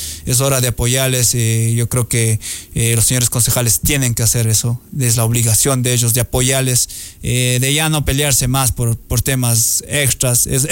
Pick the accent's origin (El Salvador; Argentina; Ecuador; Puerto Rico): Ecuador; Baños de Agua Santa, Tungurahua; soy de Baños de Agua Santa para el mundo, eso no lo tengan duda, que donde quiera que voy lo digo, soy de Baños, y me gusta ser un embajador de mi ciudad